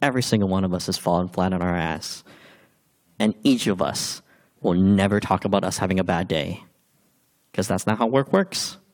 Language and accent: English; United States; Growing up in America